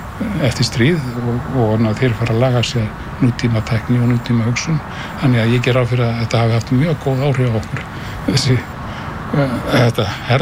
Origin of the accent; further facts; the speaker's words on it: Reykjavík, Capital Region, Iceland; þetta var svo óskaplega ólíkt þessum smábæ sem maður að alast upp í Reykjavík og manni fannst maður vera bara komin í á miðpunkt heimsins